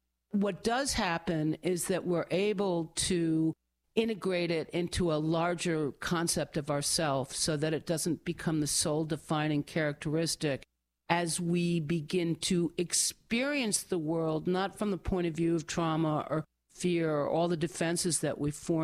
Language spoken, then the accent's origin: English; New York, United States; but we grew up on the North Shore of Long Island where they were very, very wealthy people.